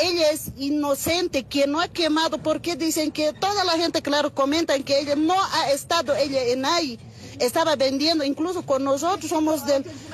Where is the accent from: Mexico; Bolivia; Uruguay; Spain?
Bolivia; Senkata, La Paz; somos de Sencata, claro, por eso estaba andando ella por ahí